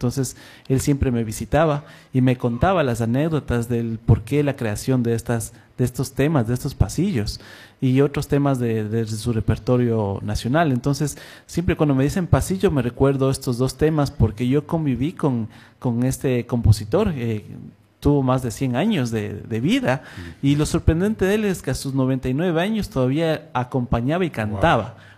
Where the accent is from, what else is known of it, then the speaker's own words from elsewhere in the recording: Ecuador; para nosotros como ecuatorianos